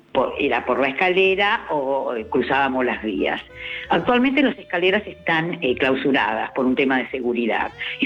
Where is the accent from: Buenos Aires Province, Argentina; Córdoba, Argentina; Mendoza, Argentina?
Buenos Aires Province, Argentina; Lomas de Zamora; yo soy de Lomas y viví en Lomas cuando era pueblo.